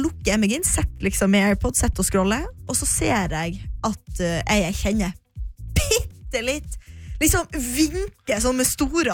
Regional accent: Finnsnes, Troms, Norway; now in Oslo, Norway; Jeg er fra Finnsnes i Nord-Norge, og ofte reiser hjem, da lander jeg rett og slett på Bardufoss flyplass.

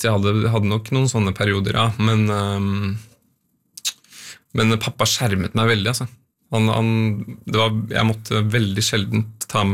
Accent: Oslo, Norway; Jeg vokste også opp på Grorud.

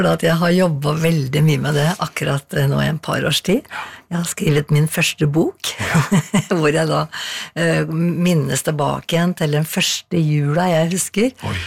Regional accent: Skreia, Innlandet, Norway; now in Asker, Norway; jeg har liksom to sånne hjemsteder, føler jeg. Det er liksom Toten, altså Skreia, er liksom det er der jeg vokste opp, ikke sant? Så det er liksom røttene mine. Og så har jeg bodd nå i Asker, mye lenger da.

